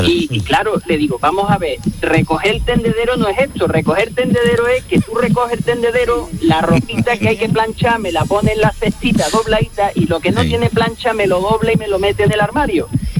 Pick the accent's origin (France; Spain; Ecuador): Spain; Algeciras, Andalusia; porque yo soy de Algeciras, Entonces a las 8 de la tarde caía un sol, por la tarde caía un sol tremendo